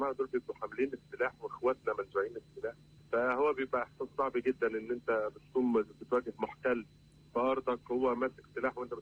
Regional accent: Egypt; عكس مثلا إحنا كمصريين مش شايفين المحتل أو ما بتعملش معاه أو مش شايفينه قدامه

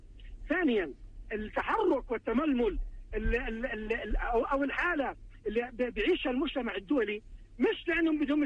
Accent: Palestine

